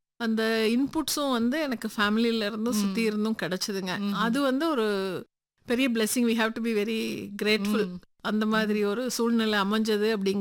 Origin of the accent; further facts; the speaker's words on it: Coimbatore, Tamil Nadu, India; கோயம்புத்தூர் தாங்க என்னோட பூர்வீகம். எல்லாமே நான் பிறந்தது வளர்ந்தது படித்தது எல்லாமே இங்கே தான்.